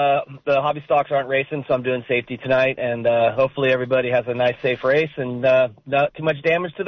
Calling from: Santa Cruz, California, United States; Hey, guys … from Santa Cruz.

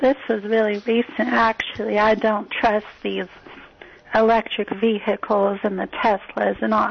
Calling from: Atlanta, Georgia, United States; from Atlanta, Georgia.

